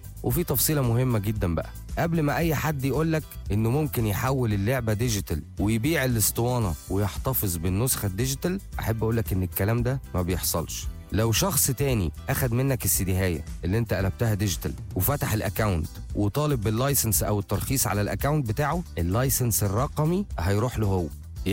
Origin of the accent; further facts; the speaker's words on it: Egypt; عندنا في مصر